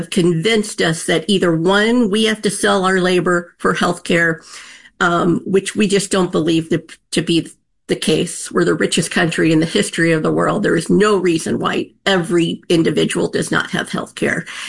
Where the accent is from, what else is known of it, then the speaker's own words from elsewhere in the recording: New York, United States; I'm not just saying this as a New Yorker